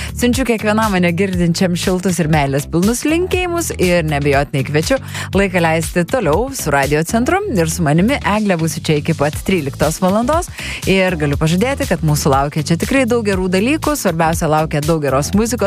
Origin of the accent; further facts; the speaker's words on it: Vilnius, Vilnius County, Lithuania; mes kažkaip esame vilniečiai kantrus